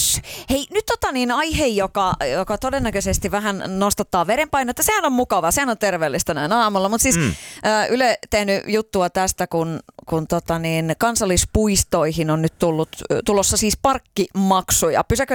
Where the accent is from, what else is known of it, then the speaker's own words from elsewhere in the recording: Kotka, Kymenlaakso, Finland; moved away; tuolla kotikaupungissani Kotkassa